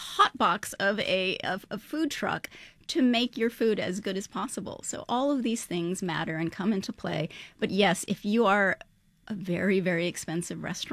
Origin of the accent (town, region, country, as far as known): New York City, New York, United States